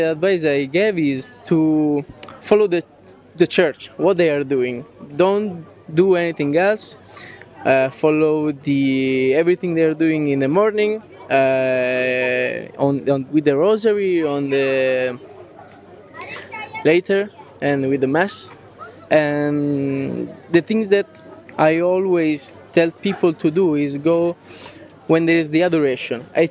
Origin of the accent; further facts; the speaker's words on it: Italy; I'm from Italy.